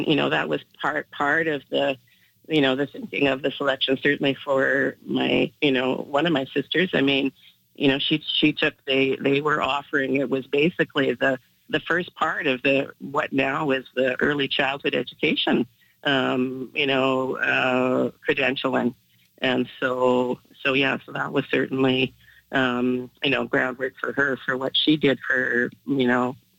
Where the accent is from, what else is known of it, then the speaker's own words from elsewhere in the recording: Manitoba, Canada; Oh, yeah, no, grew up near Owens Creek.